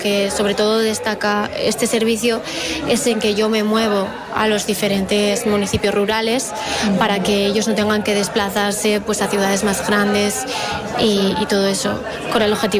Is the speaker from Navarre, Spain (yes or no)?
yes; Artajona, Navarre, Spain; en mi pueblo, en Artajona